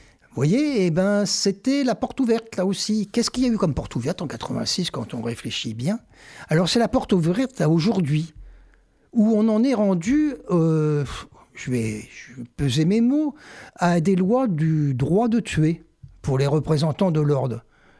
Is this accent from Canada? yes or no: no; Lyon, Auvergne-Rhône-Alpes, France; chez nous, à Lyon.